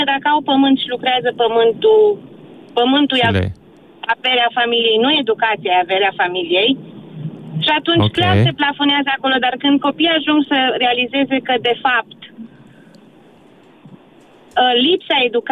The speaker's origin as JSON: {"language": "Romanian", "town": "Plășcuța", "country": "Romania", "tie": "born or raised there", "said": "În comuna Plășcuța."}